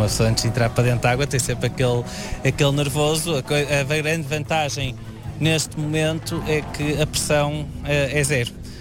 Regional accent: Porto, Norte, Portugal; Eu sou do Porto

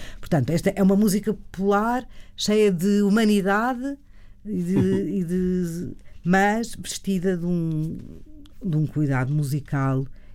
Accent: Portugal

